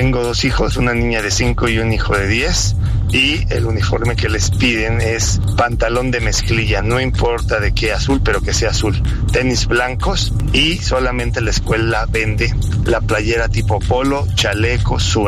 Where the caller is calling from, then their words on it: Tlalnepantla, State of Mexico, Mexico; de Tlanepantla, Ciudad de México